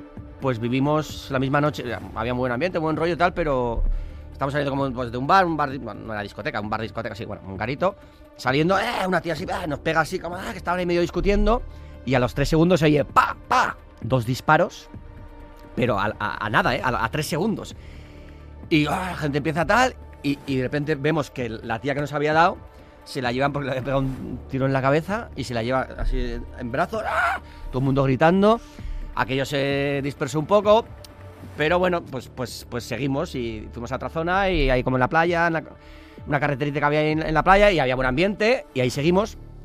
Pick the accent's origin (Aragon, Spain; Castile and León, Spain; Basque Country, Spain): Basque Country, Spain; San Sebastián